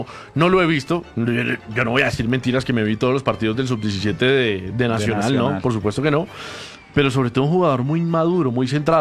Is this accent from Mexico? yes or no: no; Colombia; Porque al fin y al cabo somos colombianos.